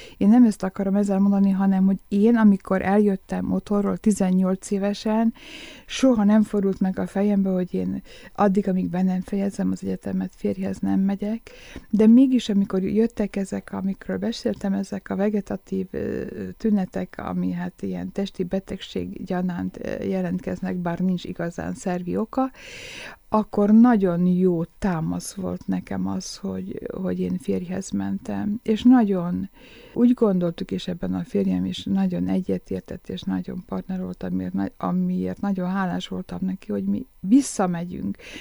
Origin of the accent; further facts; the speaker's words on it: Békés, Hungary; born there; akkor, mikor befejeztem az egyetemet, és visszamentünk Békésre